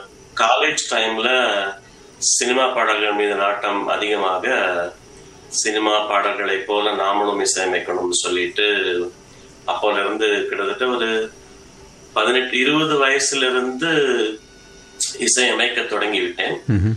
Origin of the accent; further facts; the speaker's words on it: Chennai, Tamil Nadu, India; moved away; நான் பிறந்து வளர்ந்ததெல்லாம் சென்னை. சோ அங்க நான் ஒரு இசை குடும்பத்தில் பிறந்தவன்.